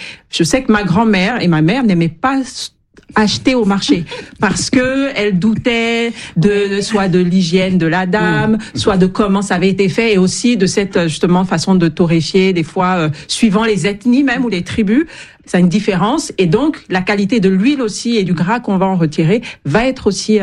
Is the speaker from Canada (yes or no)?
no; Gabon; Moi, j'ai grandi au Gabon